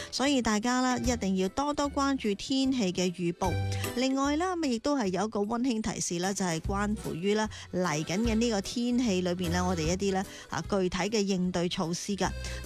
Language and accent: Cantonese; Guangdong, China; 我哋广东人